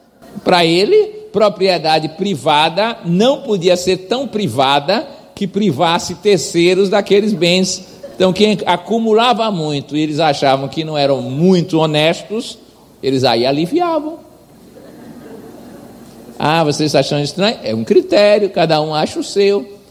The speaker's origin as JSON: {"language": "Portuguese", "town": "Serrinha", "region": "Bahia", "country": "Brazil", "tie": "born or raised there", "said": "na cadeia da minha terra em Serrinha"}